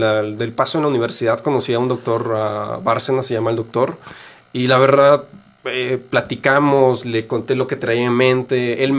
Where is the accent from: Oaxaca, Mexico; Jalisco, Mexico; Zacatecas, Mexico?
Oaxaca, Mexico; moved away as an adult; now in Mexico City, Mexico; yo vengo de la costa de Oaxaca